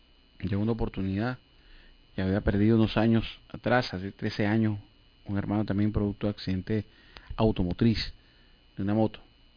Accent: Venezuela; Tomemos conciencia como venezolanos que somos.

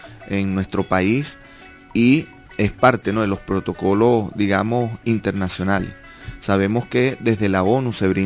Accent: Venezuela; entendiéndonos como venezolanos

